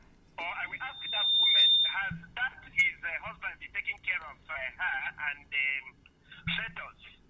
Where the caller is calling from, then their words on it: Akeze, Ebonyi, Nigeria; I'm calling in from Akeze, a born new state.